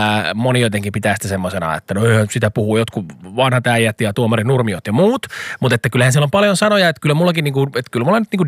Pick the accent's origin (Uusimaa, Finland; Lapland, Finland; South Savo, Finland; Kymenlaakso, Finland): Uusimaa, Finland; Kerava; Mä en ole myöskään mikään paljaselkinen stadilainen, mä oon keravalainen virallisesti.